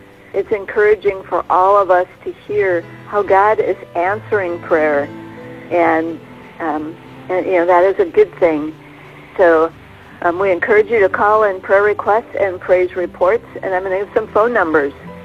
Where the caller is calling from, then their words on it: Alaska, United States; And I'm calling in from the Kenai Peninsula